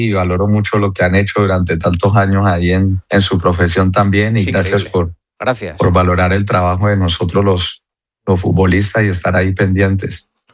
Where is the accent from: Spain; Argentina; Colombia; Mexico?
Colombia; Cali, Valle del Cauca